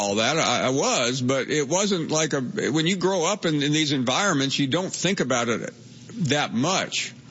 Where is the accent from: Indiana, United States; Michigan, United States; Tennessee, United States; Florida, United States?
Tennessee, United States; Memphis; I grew up in Memphis, Tennessee, which borders Arkansas to the west and Mississippi to the south.